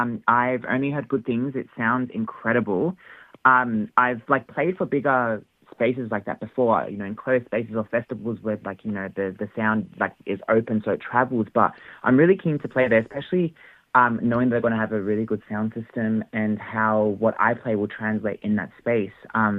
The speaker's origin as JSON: {"language": "English", "town": "Melbourne", "region": "Victoria", "country": "Australia", "said": "Well, the fun thing is we're all mostly from Melbourne, actually."}